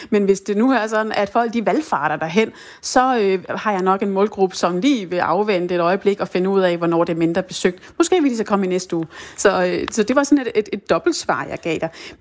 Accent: Bornholm, Capital Region of Denmark, Denmark; hvis jeg ikke har opdaget det som bornholmer

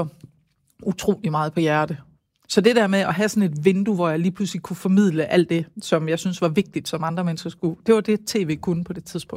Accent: Aarhus, Central Denmark Region, Denmark; born there; derhjemme i Højbjerg, hvor vi har boet

